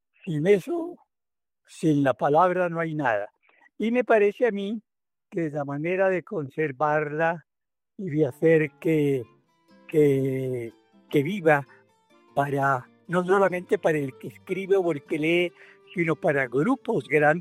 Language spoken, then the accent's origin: Spanish; Bogotá, Colombia; Ah, yo soy un bogotanito puro.